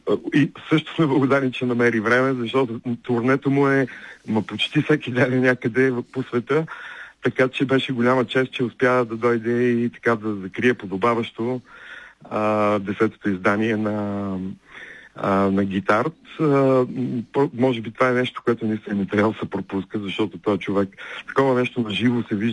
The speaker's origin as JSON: {"language": "Bulgarian", "town": "Plovdiv", "region": "Plovdiv Province", "country": "Bulgaria", "said": "аз съм пловдивчанин."}